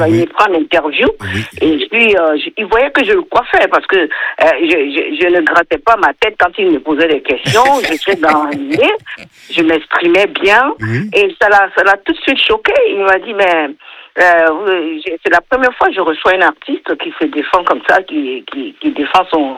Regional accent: Côte d’Ivoire; moved away; Parce que nous, les Ivoiriens, dès qu'on finit un album, on va toujours au pays.

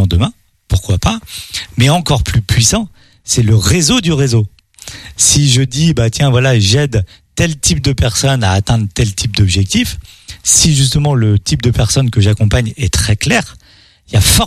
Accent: Paris, Île-de-France, France; now in Angers, France; Et moi, je venais de Paris, je me suis dit, je vais arriver sur une ville comme Angers.

